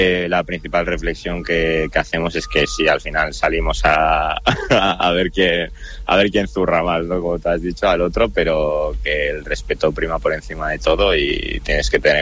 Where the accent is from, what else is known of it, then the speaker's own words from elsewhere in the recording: Tudela, Navarre, Spain; moved away as an adult; also born or lived in Ecuador; now in Vitoria, Spain; yo nací en Ecuador, pero toda la vida he estado en Tudela hasta que ya hace 4 años me fui a Vitoria a vivir, eso es.